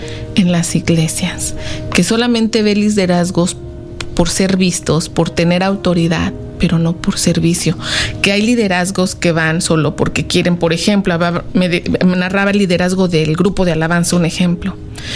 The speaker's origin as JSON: {"language": "Spanish", "country": "Mexico", "moved": "yes", "said": "yo que soy de México"}